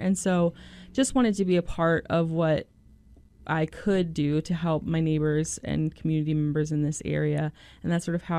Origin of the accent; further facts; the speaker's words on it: North Carolina, United States; I'm not originally from Swannanoa. I grew up in North Carolina. I've lived in North Carolina practically my whole life. Into adulthood, I moved around a little bit, but came back to North Carolina as home.